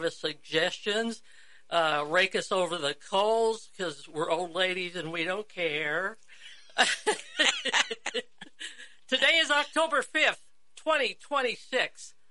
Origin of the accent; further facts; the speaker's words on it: Windsor, Colorado, United States; also born or lived in Iowa; my parents moved back to my dad's hometown of Windsor, Colorado. Oh. Go Wizards. So I grew up there